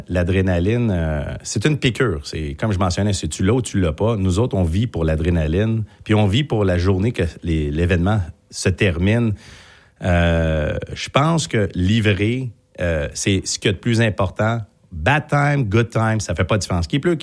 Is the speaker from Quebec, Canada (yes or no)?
yes; Brossard, Quebec, Canada; J'ai grandi à Brossard. Je dis toujours, je vais mourir à Brossard. J'étais un vrai brossardois. J'adore la rive sud.